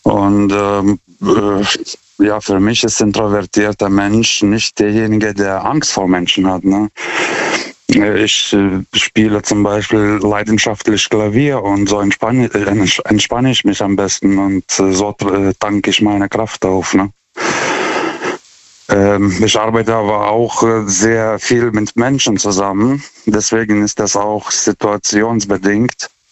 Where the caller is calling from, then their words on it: Karlsruhe, Baden-Württemberg, Germany; German is a second language; aus Karlsruhe. Ich rufe zum zweiten Mal an.